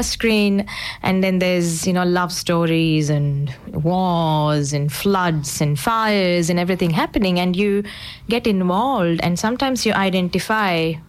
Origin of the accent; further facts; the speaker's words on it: India; now in Adelaide, Australia; being an Indian and a Hindu